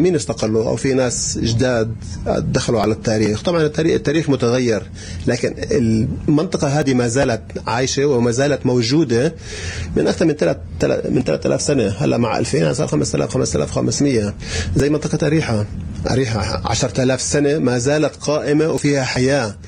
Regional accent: Jerusalem, Palestine; احنا عندنا بلوعة في القدس عمرها 3000 سنة.

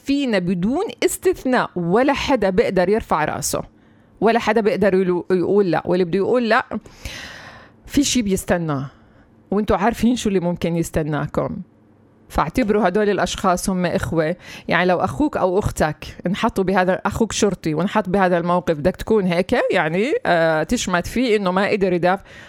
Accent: Palestine; إحنا كفلسطينيين

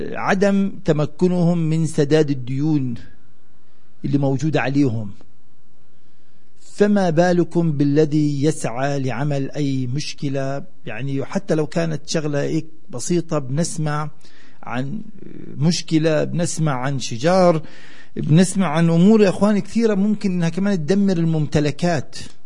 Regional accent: Palestine; أنا فلسطيني أخو أردني.

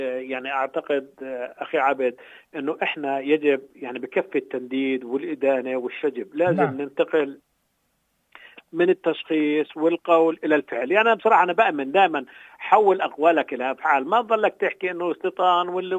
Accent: Palestine; احنا مطلوب منا كفلسطينيين

